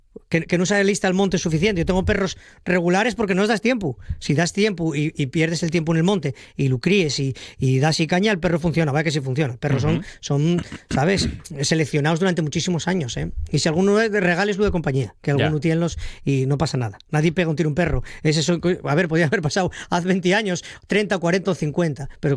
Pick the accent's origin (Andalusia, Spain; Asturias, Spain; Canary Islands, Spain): Asturias, Spain; somos asturianos y nosotros, bueno, yo el primero.